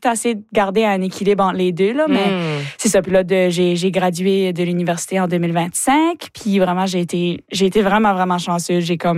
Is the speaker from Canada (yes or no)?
yes; Chéticamp, Nova Scotia, Canada; J'ai grandi à Chéticamp, comme t'as mentionné, t'sais.